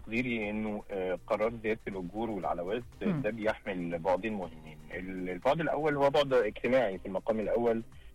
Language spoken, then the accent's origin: Arabic; Egypt; كل سنة وبلدنا بألف خير.